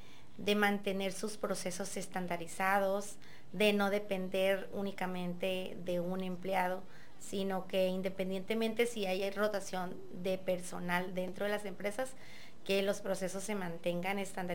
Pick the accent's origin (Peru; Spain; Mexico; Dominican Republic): Mexico; La cercanía de mi pueblo de origen, que hace frontera con Sinaloa.